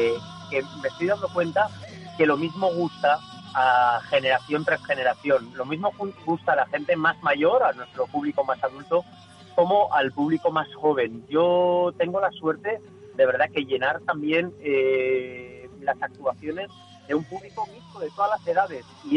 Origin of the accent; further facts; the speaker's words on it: Santurtzi, Basque Country, Spain; Soy de Santurce